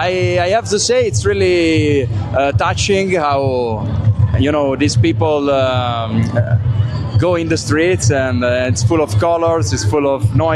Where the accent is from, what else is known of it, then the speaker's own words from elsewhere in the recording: Italy; I am from Italy. Thank you for welcoming me.